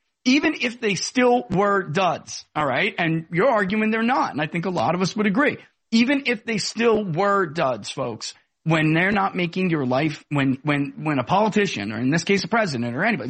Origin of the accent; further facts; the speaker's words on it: New York, United States; And I'm originally from New York. I'm not, you know, I live in the South now, but I was a native New Yorker.